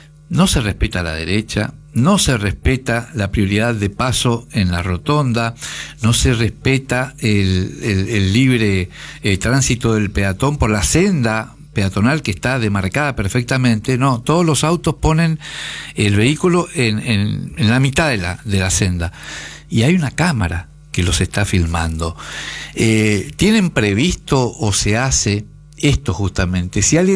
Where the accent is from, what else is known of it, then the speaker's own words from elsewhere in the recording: Corrientes, Argentina; moved away; also born or lived in Formosa; yo soy correntino.